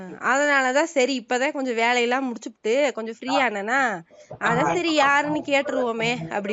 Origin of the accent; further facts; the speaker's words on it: Tenkasi, Tamil Nadu, India; நானும் தென்காசி தான்.